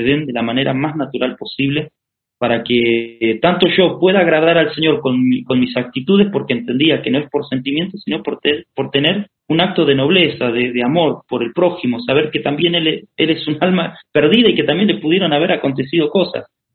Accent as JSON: {"language": "Spanish", "country": "Argentina", "lives_now": "Brazil", "said": "acá de Brasil, donde estamos ahora. Y yo estaba en Argentina, estaba haciendo trabajos misioneros en mi país, hice en otros países también."}